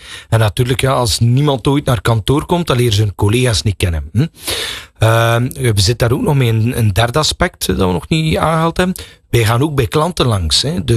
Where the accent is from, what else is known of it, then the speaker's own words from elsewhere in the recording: Belgium; Ik ga nooit niet zeggen, wij als Belgen hebben iets uitgevonden.